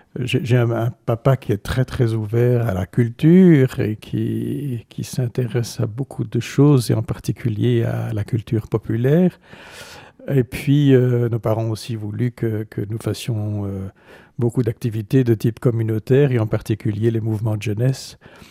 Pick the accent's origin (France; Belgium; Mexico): Belgium; Antwerp, Flanders; J'ai grandi dans la région anversoise, région dont sont originaires mes parents. Mes parents étant issus de familles francophones de Flandre, mais j'ai donc grandi de façon bilingue et biculturelle. À la maison, c'était en français